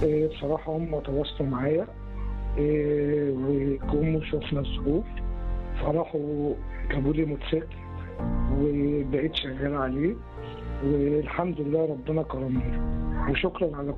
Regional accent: Egypt; مساء الخير،

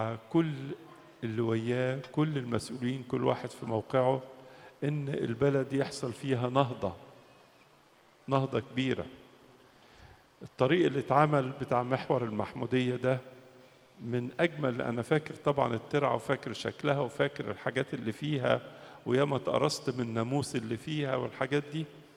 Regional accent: Egypt; يحفظ بلادنا مصر

